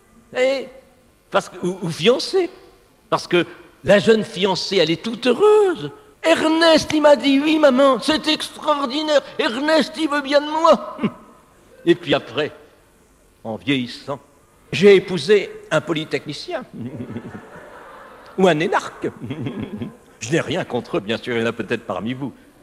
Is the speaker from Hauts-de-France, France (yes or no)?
yes; Cambrai, Hauts-de-France, France; Je viens de Cambrai, célèbre par ses bêtises.